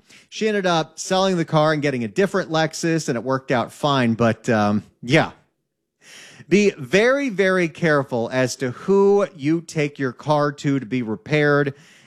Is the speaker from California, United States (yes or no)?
yes; Santa Clarita, California, United States; Now, I always notice, hey, there's a story involving my hometown, the Santa Clarita Valley.